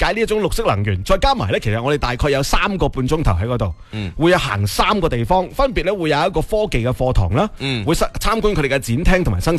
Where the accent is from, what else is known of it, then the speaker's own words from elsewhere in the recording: Guangdong, China; 我哋广东人